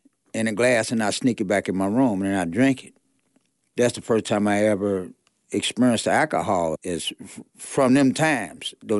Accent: Charleston, West Virginia, United States; I grew up on Charleston's west side, actually on 2nd Avenue, 3rd Avenue in the alley.

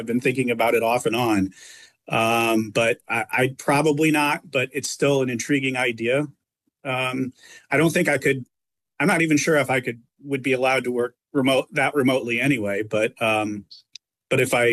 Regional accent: Indiana, United States; I'm from Indiana, so Noblesville, Indiana has a program

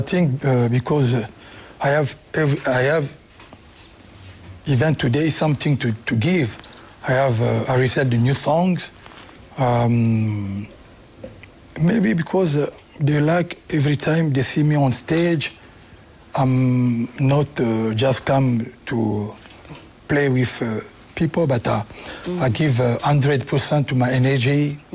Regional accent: Kinshasa, DR Congo; moved away as an adult; I grew up in Kinshasa and I go to the Paris when I was I used to be 19, 20. So I have both culture, you know, Congolese culture and Rumba music.

